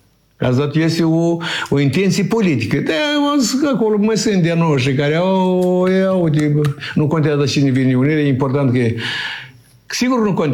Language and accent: Romanian; Moldova; noi suntem români moldoveni, că noi am făcut parte din Principatul Moldova